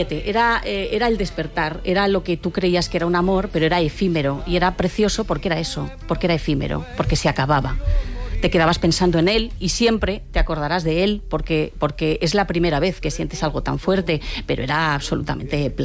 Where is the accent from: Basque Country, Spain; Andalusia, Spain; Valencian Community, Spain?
Valencian Community, Spain; Guardamar del Segura; describe lo que me hace sentir el que considero mi pueblo, mi rincón en el mundo. Se llama Guardamar del Segura, en el sur de la provincia de Alicante.